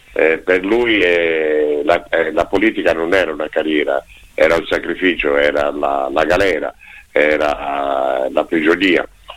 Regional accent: Perugia, Umbria, Italy

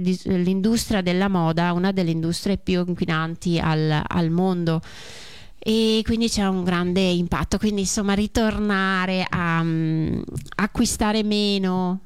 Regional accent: Belluno, Veneto, Italy; sono di Belluno.

